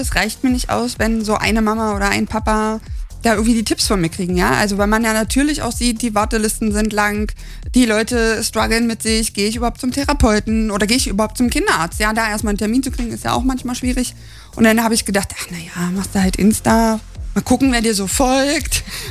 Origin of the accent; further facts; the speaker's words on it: Magdeburg, Saxony-Anhalt, Germany; Ich bin ein Magdeburger Kind … bin hier geboren und möchte hier auch so schnell nicht weg.